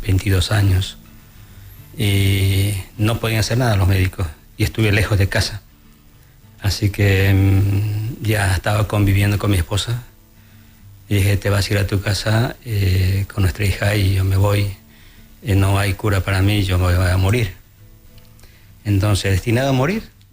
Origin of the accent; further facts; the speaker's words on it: Potosí, Bolivia; moved away as an adult; also born or lived in Sucre; now in Santa Cruz, Bolivia; del extremo de Potosí, de Yamatumisa